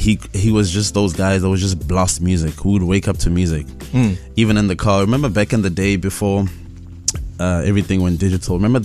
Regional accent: Fosteres, Gauteng, South Africa; So I'm from the hood. I'm from Kasi. I'm from Fosteres, the east of Joburg. It's a township called Fosteres.

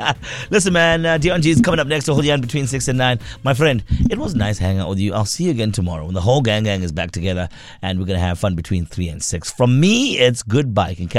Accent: Mandeni, KwaZulu-Natal, South Africa; decide that they're going to give us snow in Mandaini. Then I'll drive.

